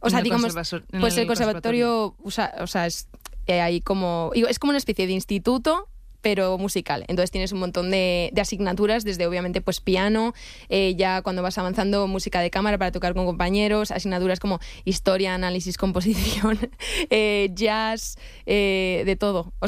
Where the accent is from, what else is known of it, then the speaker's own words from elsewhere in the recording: Madrid, Community of Madrid, Spain; Pero yo sí, soy madrileña.